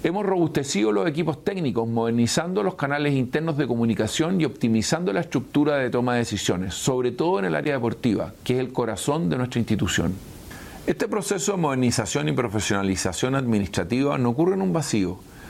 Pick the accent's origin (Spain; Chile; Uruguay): Chile; como chilenos y guasos